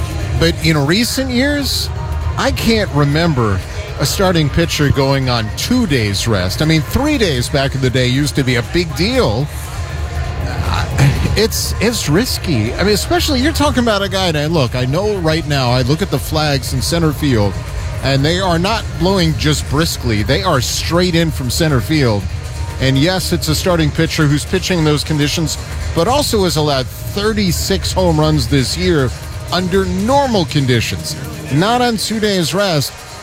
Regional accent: Philadelphia, Pennsylvania, United States; Again, alongside Andy Freed … with the Rays are in a weather delay.

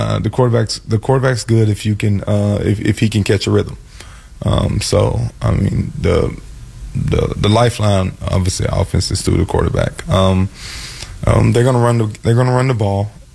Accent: Mississippi, United States; I'm from Mississippi. I have no idea where Amsterdam is.

